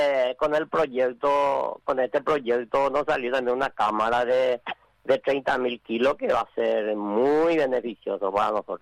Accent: Areguá, Central, Paraguay; Yo soy de Estanzuela, Areguá.

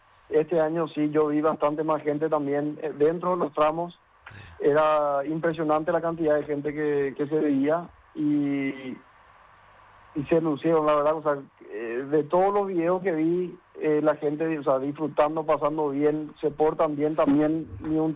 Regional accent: Paraguay; los paraguayos somos demasiado, demasiado más grandes de lo que nos creemos.

